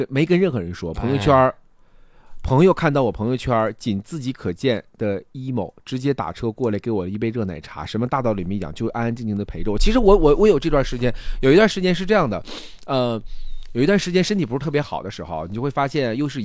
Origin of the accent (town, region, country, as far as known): Northeast China, China